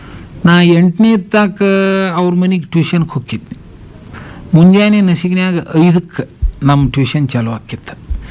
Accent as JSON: {"language": "Kannada", "region": "Karnataka", "country": "India", "tie": "born or raised there", "said": "ನಮಗೆ ನಮ್ಮ ಊರು ಬನ ಟಿ ಸಣ್ಣದ"}